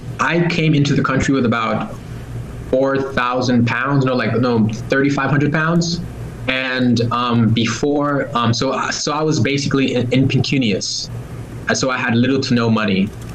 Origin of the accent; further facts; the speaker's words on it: London, United Kingdom; born there; Well, I was born in the United Kingdom, so I've been born at the Whittington Hospital. The Whittington Hospital is actually a 5-minute walk away from me right now, and I have always viewed myself as a British person.